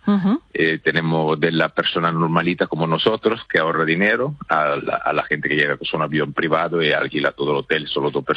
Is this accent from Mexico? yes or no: no; Italy; Spanish is a second language